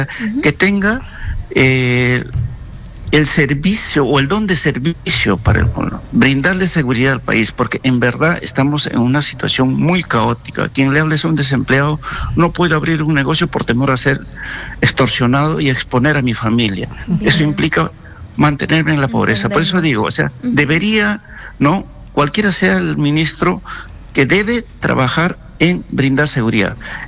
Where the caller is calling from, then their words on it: Lima, Peru; desde Puente Piedra.